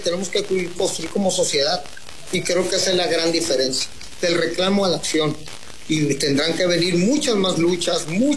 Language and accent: Spanish; Sinaloa, Mexico; Agradecido siempre como sinaloense, como mexicano